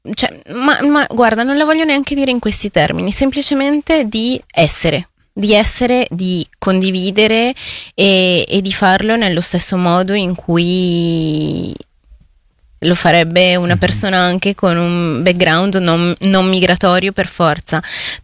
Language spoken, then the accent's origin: Italian; Peru; now in Italy; sono una ragazza peruviana con una famiglia colombiana che quindi ha vissuto tante influenze